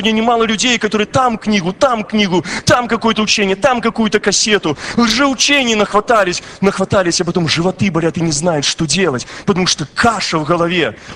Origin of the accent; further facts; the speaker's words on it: Belarus; Я рад тому, что я белорус, я живу здесь, на этой земле. Может быть, я не умею совсем чисто говорить на белорусской мове